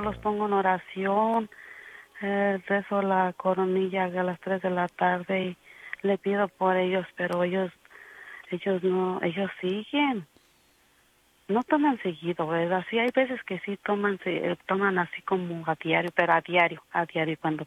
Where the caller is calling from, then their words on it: Austin, Texas, United States; Soy de aquí de Austin, Texas.